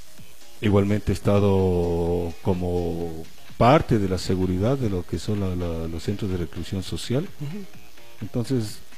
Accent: Quito, Pichincha, Ecuador; No, yo soy de Quito.

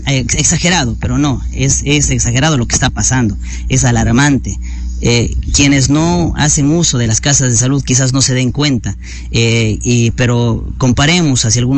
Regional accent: Sucúa, Morona Santiago, Ecuador; yo soy concejal del Cantón Sucúa

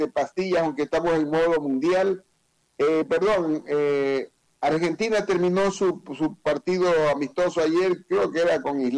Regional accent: Ecuador; yo voy a estar tranquilo acá en mi país, con mi familia.

